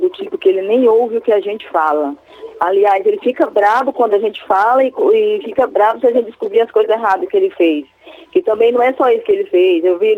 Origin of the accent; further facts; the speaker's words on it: Sinop, Mato Grosso, Brazil; Eu sou de Sinop, Mato Grosso.